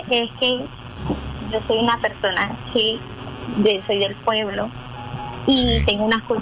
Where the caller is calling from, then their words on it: Aracataca, Magdalena, Colombia; Desde Aracataca, Magdalena.